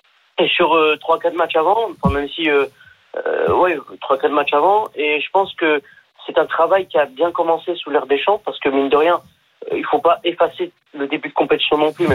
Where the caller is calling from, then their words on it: France; en tant que Français